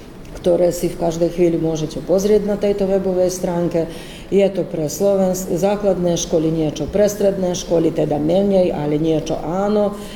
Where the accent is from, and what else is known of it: Serbia